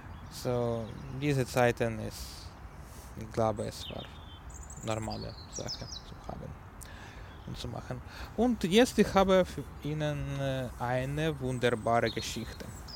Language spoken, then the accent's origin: German; Ukraine; first language Ukrainian; German is a second language; moved away; In meiner Sprache, in meiner Muttersprache, in der ukrainischen Sprache